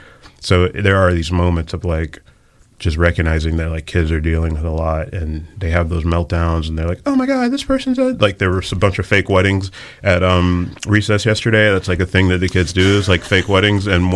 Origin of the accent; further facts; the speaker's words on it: the Carolinas, United States; I'm black. My wife's white. We're both from the Carolinas.